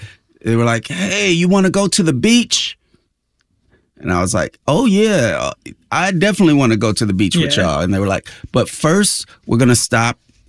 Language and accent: English; California, United States; obviously I come from the Bay Area, so I'm going to shoot shots on that behalf.